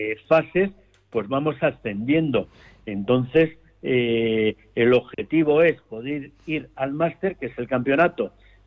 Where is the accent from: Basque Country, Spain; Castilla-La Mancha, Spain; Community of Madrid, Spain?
Castilla-La Mancha, Spain; Guadalajara; varias generaciones, padre, abuelo, bisabuelo, tatarabuelos, pues somos de Guadalajara.